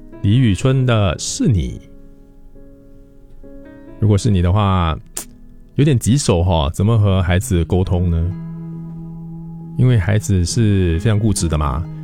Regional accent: Singapore; 因为在新加坡，我们都是这样长大的嘛

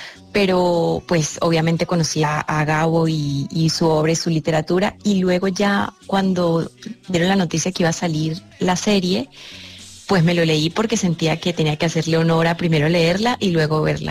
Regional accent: San Cristóbal, Táchira, Venezuela; Claro, es que yo soy de San Cristóbal, que es frontera con Colombia, con Cúcuta. Entonces, en Venezuela dicen que los de mi tierra somos más colombianos que venezolanos

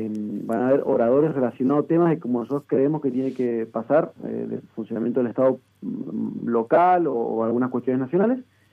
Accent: Argentina; Nosotros no estamos acostumbrados, ahora me pongo como título argentino, uh-huh, a un partido de la oposición que banque un gobierno cuando las papas queman y critique cuando hay que criticarlo.

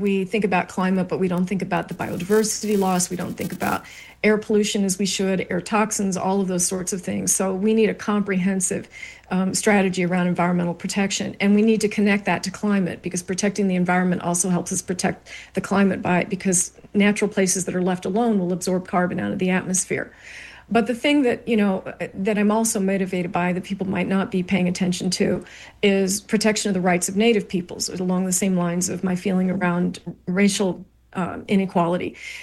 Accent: Louisville, Kentucky, United States; I'm from Louisville, Kentucky

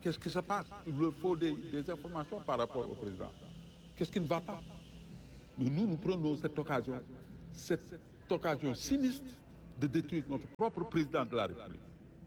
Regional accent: Senegal; dans ce cas en tant que sénégalais je le soutiens je vous ai toujours dit que quand on est sénégalais pour moi tu as la priorité de mon support

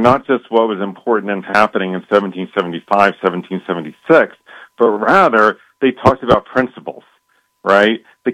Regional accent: United States; You know, I'm an American. I'm by nature optimistic.

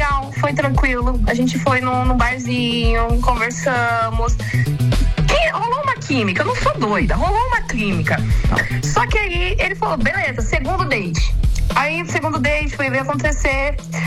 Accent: São Paulo, Brazil; Não, eu sou de São Paulo, tinha ido viajar e eu voltei.

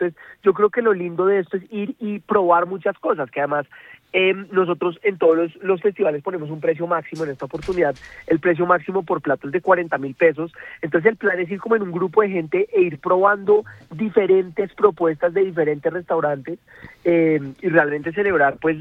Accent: Colombia; Nosotros al final pues somos colombianos, nos mueve mucho como todo lo que sea nuestro.

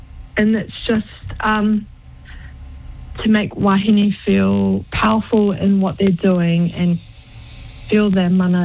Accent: Samoa; I am from Samoa. My family is from Samoa.

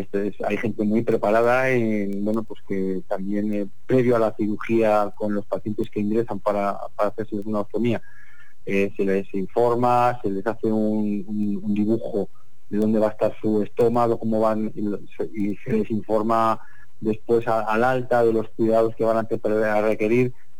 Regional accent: Spain; como buenos españoles que somos

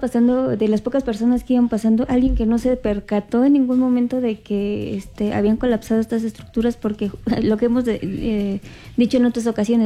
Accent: Mexico; como mexicanos también te quejas de todo

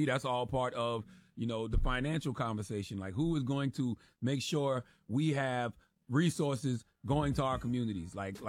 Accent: South Carolina, United States; growing up in South Carolina, even if we didn't have much money

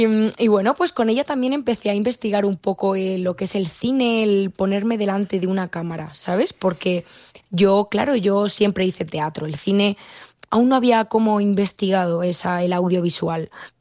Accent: Colmenar Viejo, Community of Madrid, Spain; born there; moved away; also born or lived in El Bierzo; yo de pequeñita vivía con mi familia en Colmenar Viejo, Madrid. Yo soy madrileña y, bueno, ahora mismo me considero madrileña berciana.

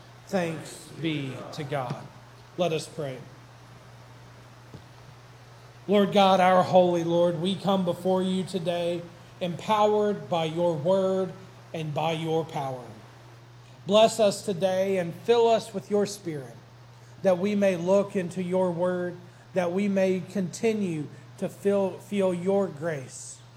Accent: Frankfort, Kentucky, United States; I grew up in Frankfort, Kentucky. That would be the capital. I grew up there

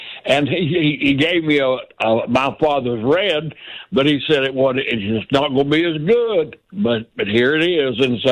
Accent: North Carolina, United States; I'm from North Carolina, and I was in St. Augustine, Florida last week with my girlfriend.

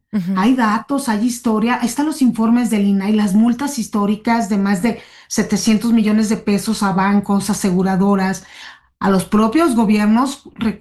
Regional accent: Mexico; no somos tontos los mexicanos

